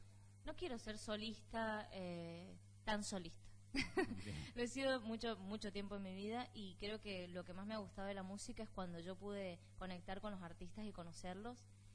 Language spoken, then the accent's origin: Spanish; Argentina